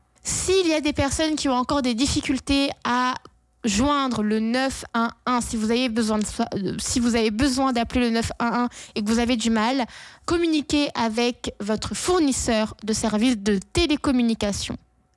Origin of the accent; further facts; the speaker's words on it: New Brunswick, Canada; Et c'était le cas dans plusieurs provinces au Canada, en Ontario, au Québec et aussi par chez nous, au NB, en Nouvelle-Écosse aussi.